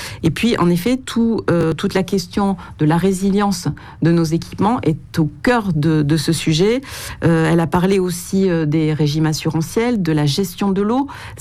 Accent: Nouvelle-Aquitaine, France; Moi, je viens de Nouvelle-Aquitaine et des Landes de Gironde, donc j'ai vécu ces incendies.

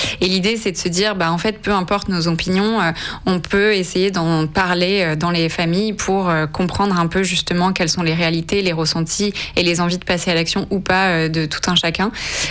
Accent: Auvergne-Rhône-Alpes, France; moved away as an adult; now in Paris, France; je viens d'une famille de sportifs à la montagne, donc je viens du Vercors, c'est au-dessus de Grenoble

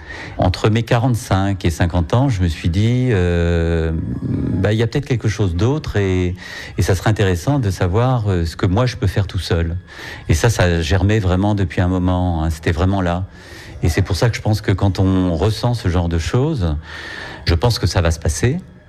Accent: Paris, Île-de-France, France; born there; Donc mon histoire, je suis né à Paris.

